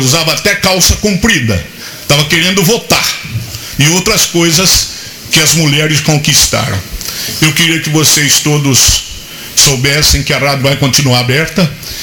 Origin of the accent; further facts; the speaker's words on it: Rafard, São Paulo, Brazil; born there; então, eu não sou capivariano hoje, eu sou rafardense, mas eu nasci em Capivari. Porque no meu documento era, nascido em Capivari, distrito de Rafar, 31 de março de 54.